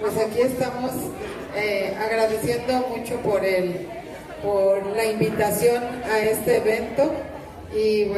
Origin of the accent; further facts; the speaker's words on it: Xicotepec de Juárez, Puebla, Mexico; yo soy originaria de Jicotepec de Juárez, Puebla, la Sierra Norte de Puebla.